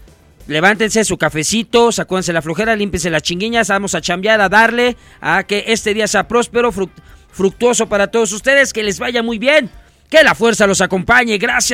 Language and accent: Spanish; Mexico; yo soy de por allá. Somos vecinos, yo soy de la San Miguel.